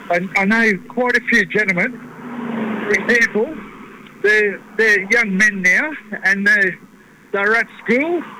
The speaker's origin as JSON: {"language": "English", "town": "Brewarrina", "region": "New South Wales", "country": "Australia", "said": "proud Nampar man. My mob's from Brewarrina. I was part of the stolen generation."}